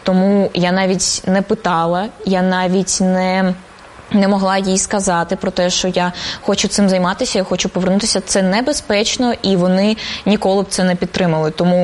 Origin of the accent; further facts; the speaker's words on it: Russia; я росіянка і дуже добра росіянка, я дуже люблю українців